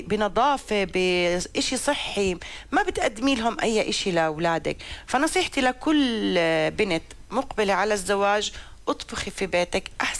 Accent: Jordan; عندنا بالأردن

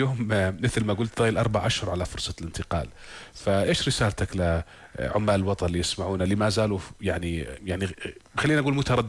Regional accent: Jordan; كنا إحنا كأردنيين،

